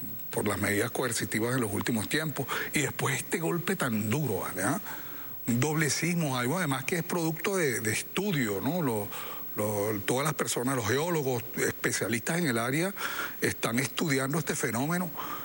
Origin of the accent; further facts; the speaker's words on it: Venezuela; pudimos nosotros como venezolanos pensar como que Venezuela estaba sola